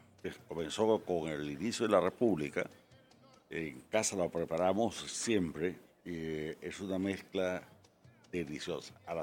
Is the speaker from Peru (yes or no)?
yes; Peru; Es una obligación como peruano estar siempre al pie del cañón.